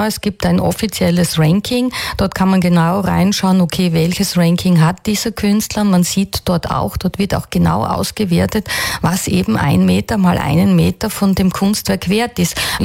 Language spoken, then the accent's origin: German; Bärnbach, Styria, Austria; Ich kann mich erinnern, also bei uns in Bernbach gibt es ja diese tolle Hundertwasserkirche und wie ich 16, 17 Jahre alt war und eben mit meinem Moped vorbeigefahren